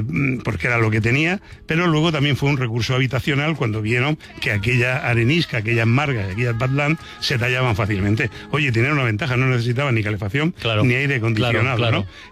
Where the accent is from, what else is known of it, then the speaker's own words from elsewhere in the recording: Region of Murcia, Spain; Catalán valenciano y encima soy de Murcia, que me como las S, ¿no?